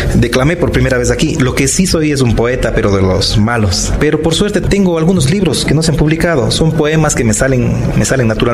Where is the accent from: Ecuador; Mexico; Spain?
Ecuador; Cuenca, Azuay; a mi Cuenca del alma, a mi tierra santa.